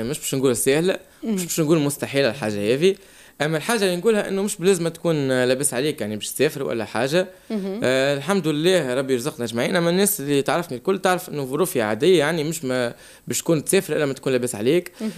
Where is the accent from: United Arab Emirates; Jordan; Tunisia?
Tunisia; احنا التوانسة